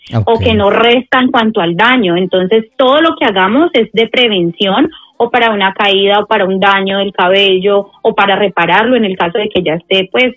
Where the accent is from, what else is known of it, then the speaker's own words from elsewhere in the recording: Colombia; Que bueno, todos la conocen por aquí, soy colombiano en Europa.